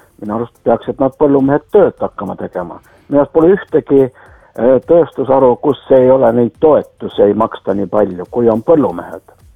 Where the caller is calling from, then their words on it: Tallinn, Harju County, Estonia; Tallinnast.